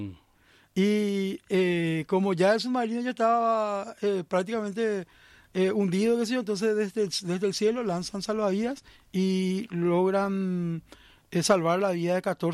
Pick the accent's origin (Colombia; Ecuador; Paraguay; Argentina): Paraguay